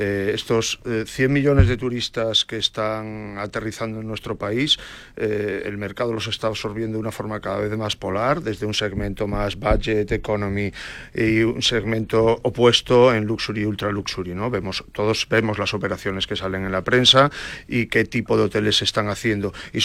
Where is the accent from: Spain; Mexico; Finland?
Spain; A Coruña, Galicia; now in Madrid, Spain; Mi tierra natal